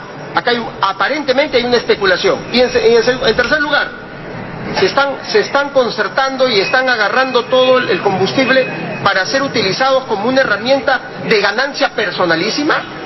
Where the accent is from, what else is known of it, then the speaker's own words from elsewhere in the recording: Peru; ¿Que no somos peruanos acaso?